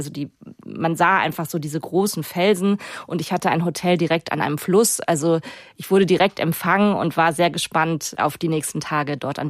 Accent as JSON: {"language": "German", "country": "Germany", "said": "Ja, aus Deutschland."}